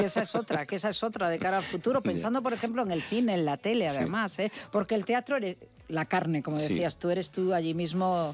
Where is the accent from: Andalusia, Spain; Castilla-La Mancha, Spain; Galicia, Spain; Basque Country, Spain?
Galicia, Spain; Vigo; now in Madrid, Spain; Yo soy gallega. Soy gallega, pero mi madre es nacida aquí y mi hija es nacida aquí también.